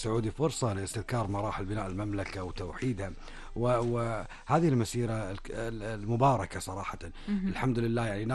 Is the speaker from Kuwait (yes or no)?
yes; Kuwait; وإحنا كويتيين نقول لا إن شاء الله إحنا نفوز